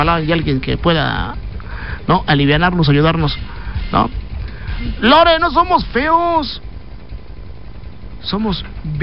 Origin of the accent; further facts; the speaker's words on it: Mexico; Yo soy puro mexicano, a ver.